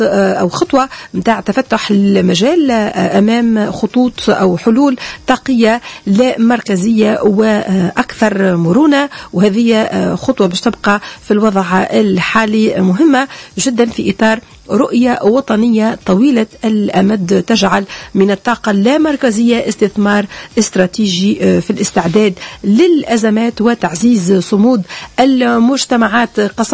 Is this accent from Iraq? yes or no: no; Tunisia; accent: Tunisian; ولهجتنا التونسية محلاها